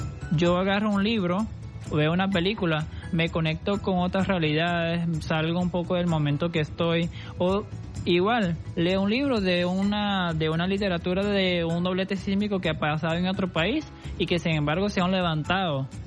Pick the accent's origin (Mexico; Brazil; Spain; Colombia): Brazil; Spanish is a second language; moved away as an adult; now in Venezuela; No soy venezolano. ¿De dónde eres? Soy de Brasil.